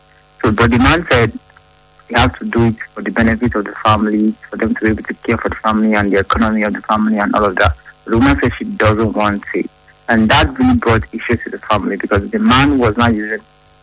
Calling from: Benin City, Edo, Nigeria; I'm calling from Sapele Road, Benin.

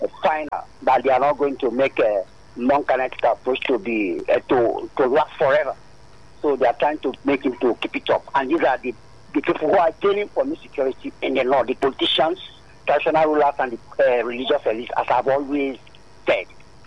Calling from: Lagos, Nigeria; I'm calling from Abaranje in Ikotun.

